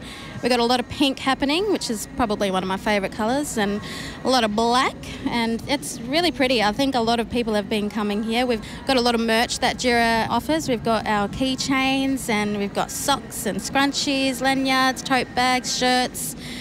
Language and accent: English; Western Australia, Australia; So I'm originally from Noongar Boodja, Noongar country. So my mob is Wajak Belodong. So yeah, Noongar country, representing all the Noongars here.